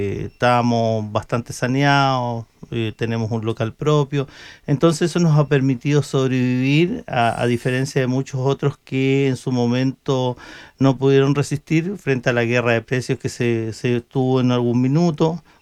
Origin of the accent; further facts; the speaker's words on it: Panguipulli, Los Ríos, Chile; somos de Panguipulli, hemos vivido toda la vida acá